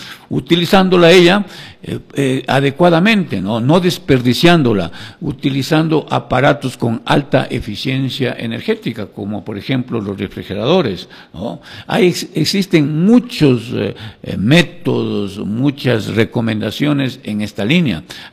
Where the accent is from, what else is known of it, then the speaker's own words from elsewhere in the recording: Ecuador; como ecuatoriano de a pie.